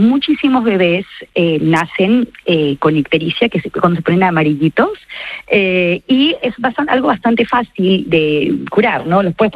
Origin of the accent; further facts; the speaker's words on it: Peru; now in Spain; Yo soy peruana. Terminé en España no por casualidad